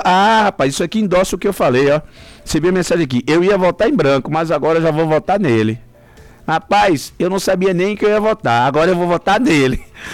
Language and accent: Portuguese; Brazil; Na minha visão, como um bom brasileiro